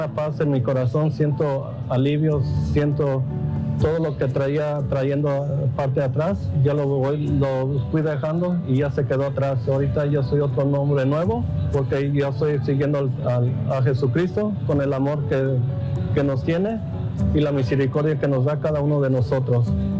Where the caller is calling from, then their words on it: Santa Maria, California, United States; yo soy de Santa María, California, de la radio 91.5.